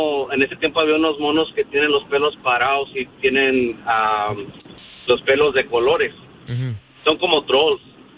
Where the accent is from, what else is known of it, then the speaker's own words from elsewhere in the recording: Guanajuato, Mexico; now in United States; soy de un pueblo cerca de Celaya y San Miguel de Allende, vivo en medio de esas dos ciudades.